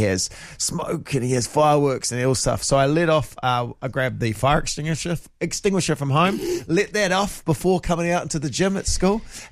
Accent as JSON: {"language": "English", "town": "Masterton", "region": "Wellington", "country": "New Zealand", "tie": "born or raised there", "said": "by taking them to Masterton, my hometown where I grew up."}